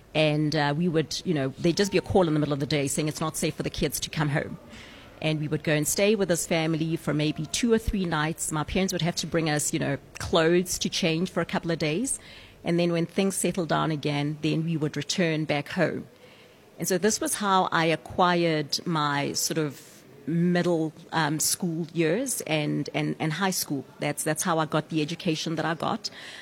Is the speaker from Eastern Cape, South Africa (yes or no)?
no; Alexandra, Gauteng, South Africa; When I was about nine or 10 in the township, I grew up in Alex. When I was about 9 or 10 and the townships were on fire, right?